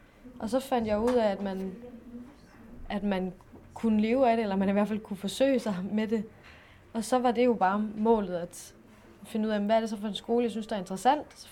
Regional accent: North Denmark Region, Denmark; moved away; den lille by, jeg kommer fra i Nordjylland.

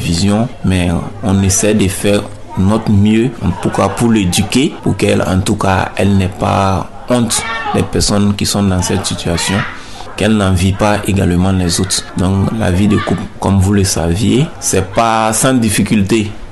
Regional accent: Burkina Faso; C'est parce que chez nous, au Burkina, on ne sait pas, sinon dans certains pays émergents, on voit.

